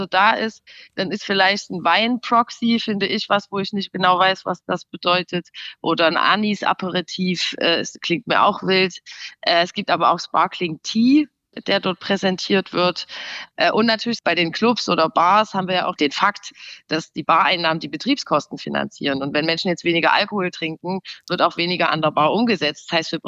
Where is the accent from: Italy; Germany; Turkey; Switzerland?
Germany; Saxony; Also ich komme aus dem Erzgebirge, da sagt man Glück auf.